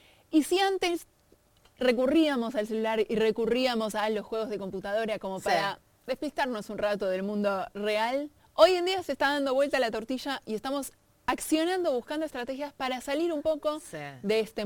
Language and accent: Spanish; Wilde, Buenos Aires Province, Argentina; also born or lived in Quilmes; yo nací en un hospital acá, pero bueno, viví en Wilde